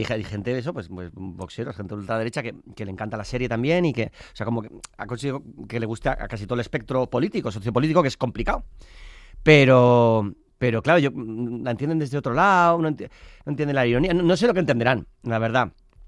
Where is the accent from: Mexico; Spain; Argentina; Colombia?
Spain; San Sebastián, Basque Country